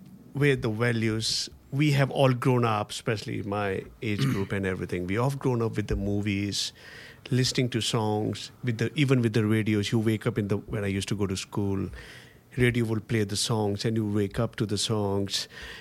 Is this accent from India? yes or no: yes; India; now in Australia; We are from where, as we come from India. India is where many of our memories, traditions, languages, food, and music come from. Australia is where many of us have built our professional lives, friendships, families.